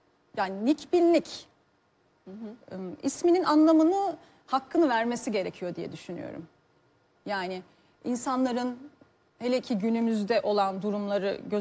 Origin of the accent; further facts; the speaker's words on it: Sivas, Turkey; 89 doğumluyum. Sivaslıyım aslen. Polis kızıyım. Birkaç il gezdik bu nedenle.